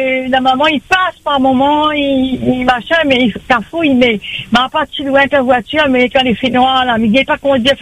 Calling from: Réunion; je suis à Moufia, mais habitez parallèle, Moufia.

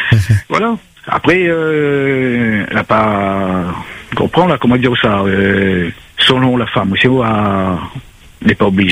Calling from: Lille, Hauts-de-France, France

